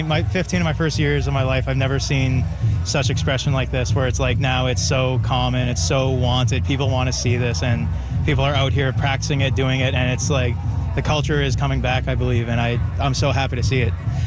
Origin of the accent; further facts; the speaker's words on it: Millbrook First Nation, Nova Scotia, Canada; I'm from Millbrook First Nation.